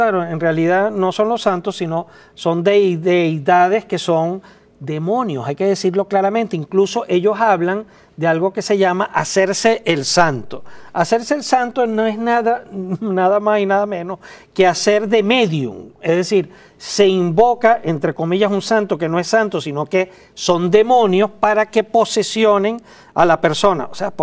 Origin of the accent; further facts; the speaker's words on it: Venezuela; now in United States; en mi país, en Venezuela